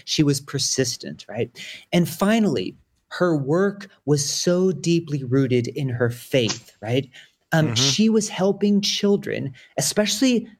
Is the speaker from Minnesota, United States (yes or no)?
no; Philadelphia, Pennsylvania, United States; I grew up in Philadelphia, and if folks know it, in the Germantown neighborhood.